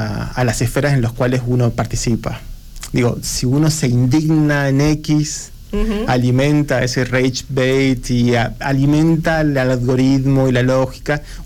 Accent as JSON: {"language": "Spanish", "country": "Argentina", "said": "somos argentinos"}